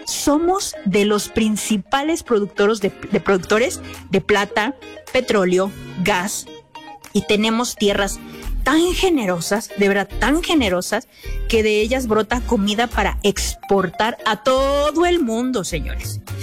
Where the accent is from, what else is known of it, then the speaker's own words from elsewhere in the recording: Mexico; nuestro México lindo y querido